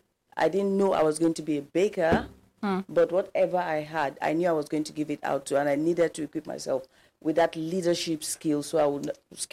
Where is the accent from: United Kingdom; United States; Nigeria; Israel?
Nigeria; Jos, Plateau; I grew up in Jos.